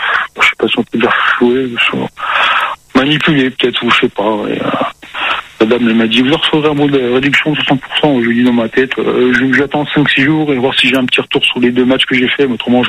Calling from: Grand Est, France; comme je suis lorrain, vosgien d'origine

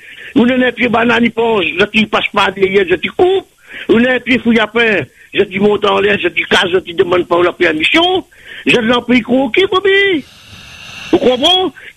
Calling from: Réunion; Nous, les Réunionnais, avant tout

